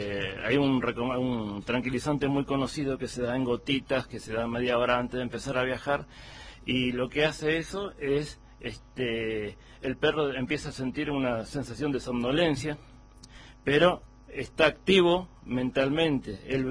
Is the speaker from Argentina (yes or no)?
yes; Buenos Aires, Argentina; moved away as an adult; now in Jujuy, Argentina; nosotros originalmente venimos de la ciudad de Buenos Aires, de Cava.